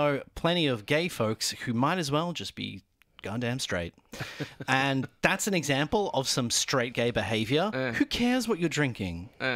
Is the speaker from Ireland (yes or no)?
yes; Ireland; now in Brisbane, Australia; So I'm not originally from Brisbane. I'm originally from Ireland and came out of here in the late 80s. Yes, my darlings, I am older than you realize.